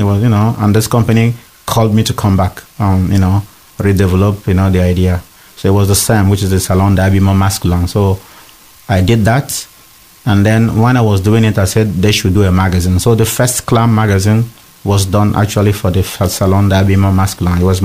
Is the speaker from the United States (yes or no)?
no; Nigeria; born there; So during the war for Biafra, I was born in the Biafran War. So all the Igbos, which is my tribe, they had to leave because they were killing them.